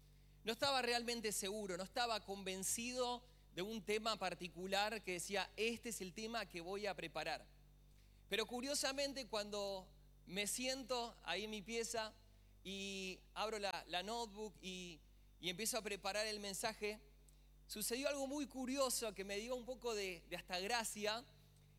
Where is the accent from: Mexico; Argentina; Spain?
Argentina